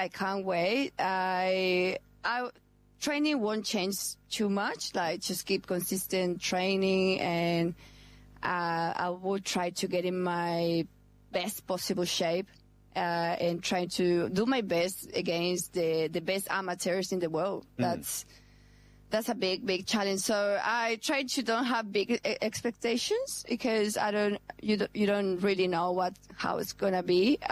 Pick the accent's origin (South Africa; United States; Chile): Chile; born or raised there; now in Perth, Australia